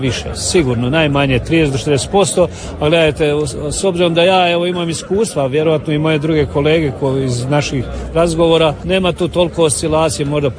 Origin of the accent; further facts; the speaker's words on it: Bobovac, Sisak-Moslavina County, Croatia; Ja sam iz Bobovca, općina Sunja, to je selo jedno između poteza Sisak i Jasenovac na pola puta kraj same rijeke Save.